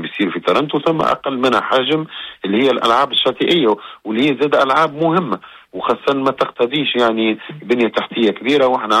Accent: Tunisia; ومس بلادي تونس أنها تكون اليوم على رأس الحركة الرياضية المتوسطية.

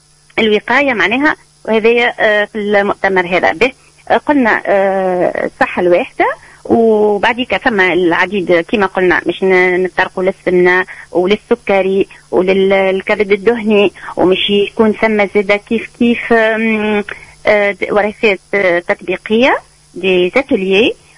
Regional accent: Tunisia

